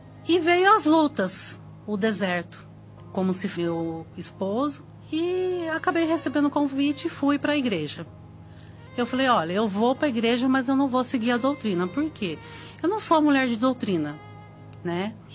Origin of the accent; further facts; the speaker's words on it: Capivari, São Paulo, Brazil; sou da cidade de Capivari.